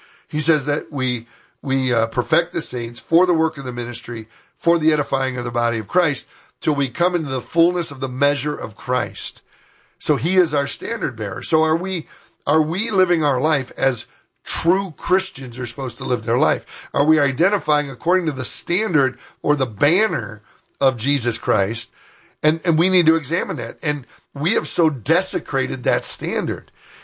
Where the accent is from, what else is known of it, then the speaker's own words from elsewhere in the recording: United States; And we're American, so we do things a certain way.